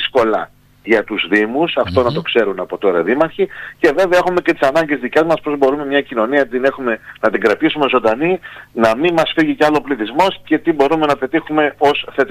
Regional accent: Greece

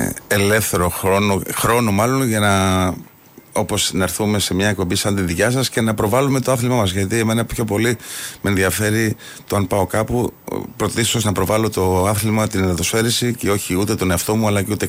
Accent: Volos, Thessaly, Greece; moved away as an adult; now in Athens, Greece; Όπως εγώ γεννήθηκα στο Βόλο, μεγάλωσα στο Βόλο μέχρι την τελευταία τάξη του Λυκείου.

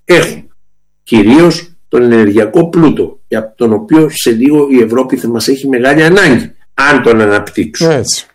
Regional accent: Greece

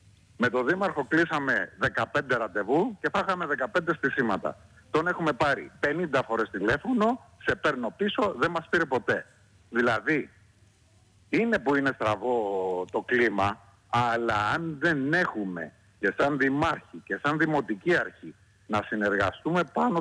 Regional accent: Rhodes, South Aegean, Greece; που είμαι πολίτης και κάτοικος της πόλης

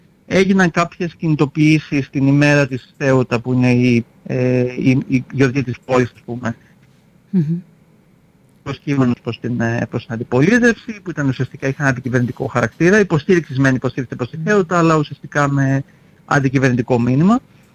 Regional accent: Greece; εγώ σαν Έλληνας που έχω συνηθίσει σε ένα, εντάξει, ας το πούμε, αρκετά τοξικό πολιτικό κλίμα στην Ελλάδα

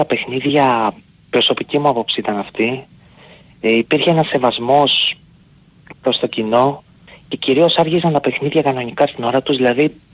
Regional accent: Mytilene, North Aegean, Greece; Λοιπόν, εγώ ΑΕΚτζής είμαι, φίλος ΑΕΚ … από Μυτιλίνη.

